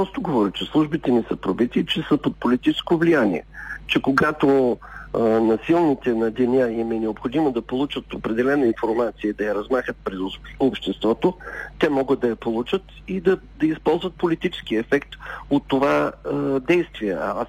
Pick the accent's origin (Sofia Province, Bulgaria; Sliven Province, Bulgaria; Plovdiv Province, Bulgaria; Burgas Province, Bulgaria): Plovdiv Province, Bulgaria; Plovdiv; в моята махала в Пловдив, аз съм израснал в центъра на Пловдив